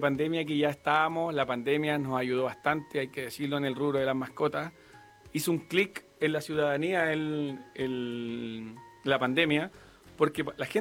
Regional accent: Cunco, Araucanía, Chile; born or raised there

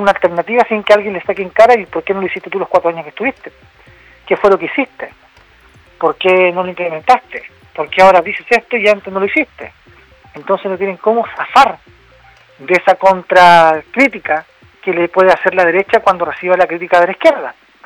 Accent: Iquique, Tarapacá, Chile; yo soy de Iquique, trabajo en Puerto Montt, la Universidad Austral, pero soy de Iquique, mi vida está en Iquique

